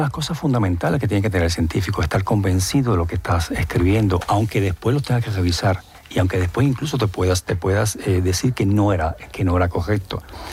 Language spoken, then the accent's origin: Spanish; Cuba; como buen cubano me encanta el ballet.